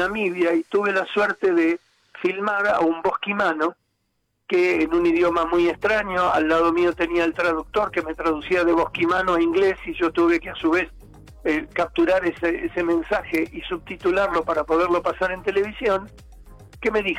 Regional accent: Argentina; me siento orgullosísimo de ser argentino. Soy más argentino que el mate y me hubiera encantado tener también sangre de pueblos originarios

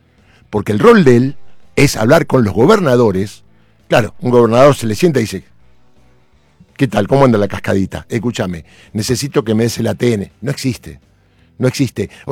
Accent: Argentina; Nos criamos así en la Argentina.

